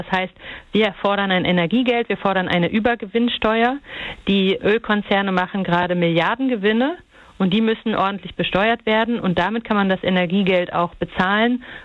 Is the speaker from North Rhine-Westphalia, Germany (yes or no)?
no; Freiberg, Saxony, Germany; ich bin in Freiberg aufgewachsen